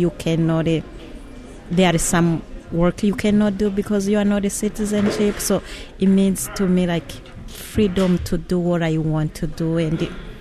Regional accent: Rwanda; English is a second language; moved away as an adult; now in United States; I'm from Rwanda. So I came here January 2013.

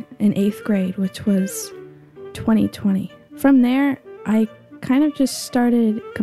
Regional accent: St. Louis, Missouri, United States; I am a saxophonist and composer, and I'm from St. Louis, Missouri.

